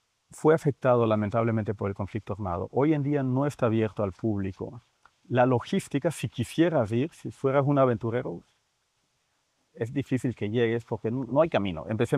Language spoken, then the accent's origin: Spanish; Colombia; porque realmente es imposible no estar orgulloso como colombiano de Chiribiquete